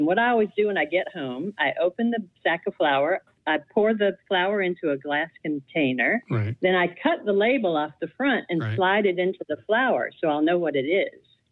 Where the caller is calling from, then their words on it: Papua, Indonesia; I'm calling from Papua on the island of New Guinea in Indonesia.